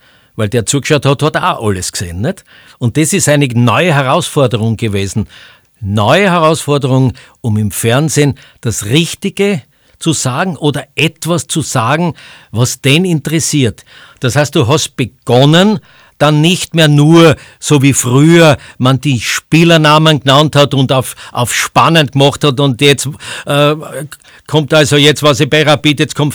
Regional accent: Graz, Styria, Austria; Als erstes habe ich ja Fußball gemacht als Grazer, bevor ich dann hinaus in die weite Welt durfte

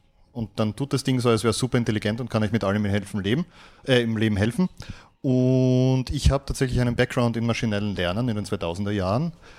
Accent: Graz, Styria, Austria; Ja, hallihallo … ich komme aus Graz.

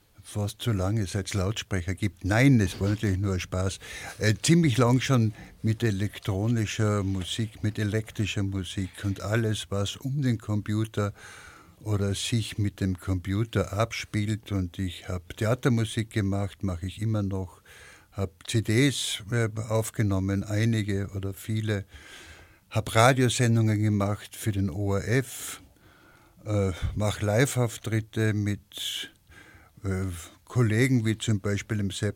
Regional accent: Lienz, Tyrol, Austria; Dann habe ich 2013 in meiner Heimatstadt Lienz ein Profil einer Siedlung gemacht.

